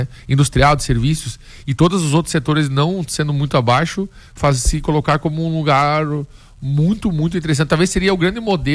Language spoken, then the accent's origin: Portuguese; Santa Catarina, Brazil